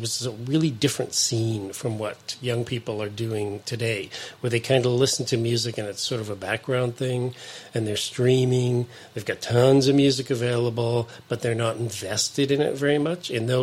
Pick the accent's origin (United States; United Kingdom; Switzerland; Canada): Canada; St. Albert, Alberta; born there; moved away as an adult; also born or lived in Winnipeg, Manitoba; now in Penticton, Canada; Yeah, so originally I was born in Winnipeg, the city of Canadian music. Ended up moving outside of Edmonton to a little community, the oldest community in Alberta, called St. Albert.